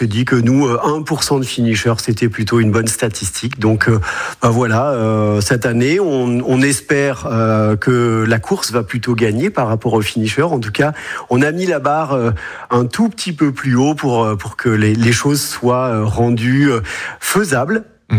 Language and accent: French; France; Chez nous, en France